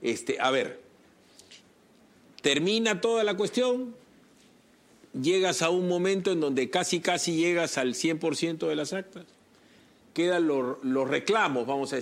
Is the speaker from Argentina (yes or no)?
no; Santa María, Peru; Yo soy de Santa María, pero por favor, teme paciencia.